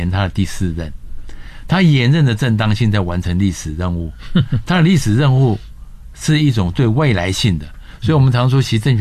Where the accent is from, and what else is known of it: Taiwan